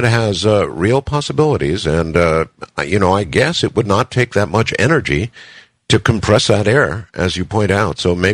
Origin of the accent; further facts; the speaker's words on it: United States; now in Philippines; as an American, you certainly notice it. Here in the Philippines